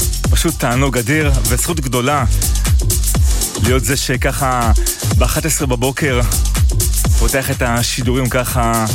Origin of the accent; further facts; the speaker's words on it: Migdal HaEmek, Northern District, Israel; אני גדלתי אי שם במגדל העמק